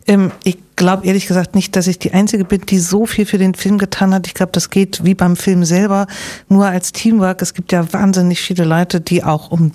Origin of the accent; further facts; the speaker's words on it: Hamburg, Germany; das sage ich als Hamburgerin.